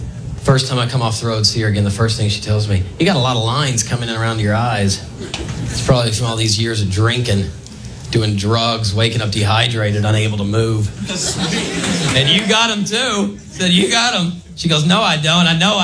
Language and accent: English; Texas, United States; I grew up in Texas, outside of Houston. We had the real rednecks there.